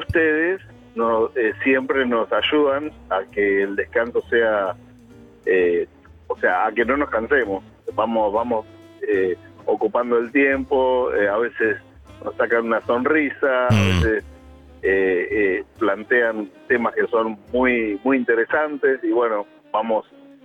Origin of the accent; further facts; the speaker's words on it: Mar del Plata, Buenos Aires Province, Argentina; born there; Nací en Mar del Plata, vivo en Mar del Plata...